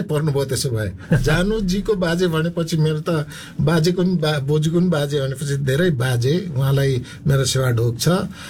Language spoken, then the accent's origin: Nepali; Koshi Province, Nepal; born there; accent: Limbu; अब म बसेको ठाउँ मेरो गाउँलाई चाहिँ पर्साई गाउँ नै भन्छ.